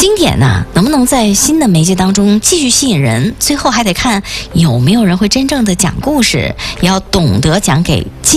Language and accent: Chinese; Liaoning, China; 其实呢，说到这个，对于咱们辽宁人来说啊，这种表演形态不算陌生啊。